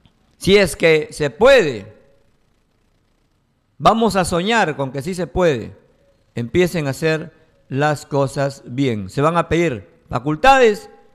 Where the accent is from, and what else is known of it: Peru